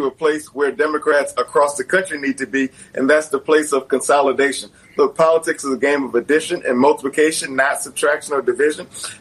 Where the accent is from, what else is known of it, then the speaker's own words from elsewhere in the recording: South Carolina, United States; I'm from South Carolina